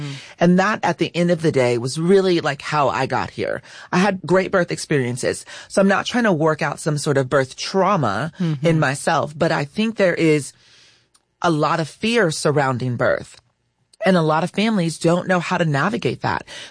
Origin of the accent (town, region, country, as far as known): California, United States; moved away; also born or lived in Arkansas / Kentucky